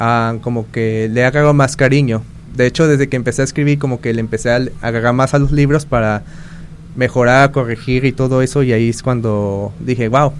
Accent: Guadalajara, Jalisco, Mexico; born there; also born or lived in United States; now in Bahía de Banderas, Mexico; He venido de muchas partes. Por ejemplo, nací en Guadalajara. Después me vine a Estados Unidos. Viví un tiempo en Ahuachitlán y ya tengo mis años en Bahía de Banderas.

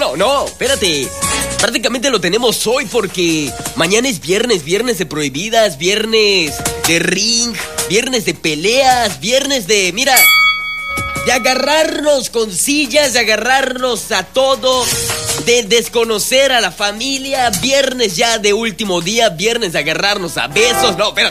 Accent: Yucatán, Mexico; esa calma que tanto nos distingue como yucatecos

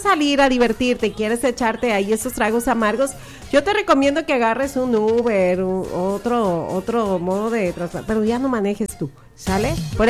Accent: Mexico; Bueno, como todo mexicano, ¿sale?

